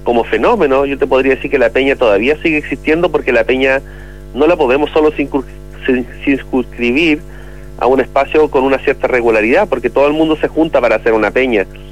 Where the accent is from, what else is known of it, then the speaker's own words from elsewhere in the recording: Santiago, Santiago Metropolitan Region, Chile; moved away as an adult; now in Valparaíso, Chile; yo soy de Santiago, pero vivo hace 5 años en Valparaíso